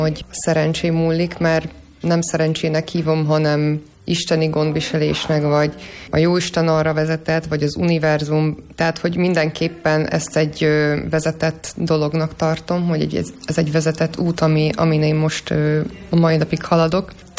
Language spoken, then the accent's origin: Hungarian; Lenti, Zala, Hungary; moved away as an adult; also born or lived in Zalaegerszeg; én most ide születtem Lentibe, sőt Lenti Máhonfára, ami ugye a vidéknek a vidékje